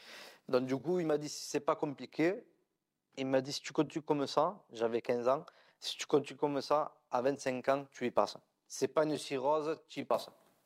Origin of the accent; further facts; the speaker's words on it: Narbonne, Occitanie, France; Donc du coup, après à l'âge de 12-13 ans, j'ai voulu suivre mon père sur Sigean. Parce qu'à la base, j'étais de Narbonne.